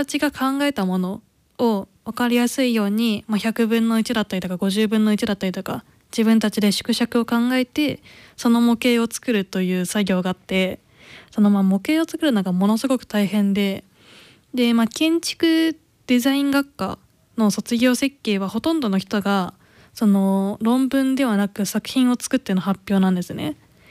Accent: Ota, Gunma, Japan; now in Kanazawa, Japan; 私は今ちょっと地元の群馬県太田市の太田駅周辺を対象に

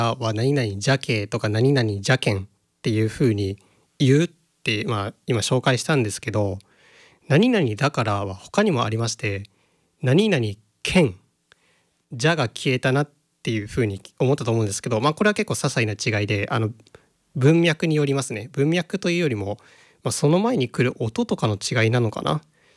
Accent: Okayama, Japan; accent: Okayama dialect

